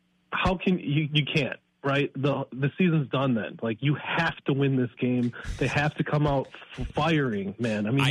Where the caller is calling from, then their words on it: West Bend, Wisconsin, United States; in West Bend.